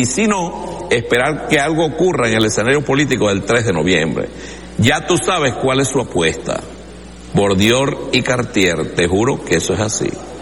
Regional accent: El Furrial, Monagas, Venezuela; also born or lived in Maturín; now in Caracas, Venezuela; Yo soy un niño del Furrial Yor, que me vine para acá, para Maturín, para acá, para Caracas, a enfrentar la ruda realidad de la capital.

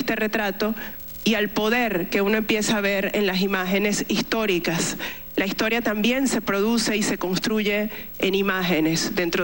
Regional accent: Venezuela

